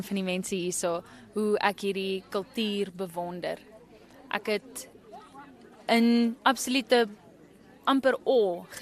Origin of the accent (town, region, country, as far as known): Windhoek, Khomas, Namibia; born or raised there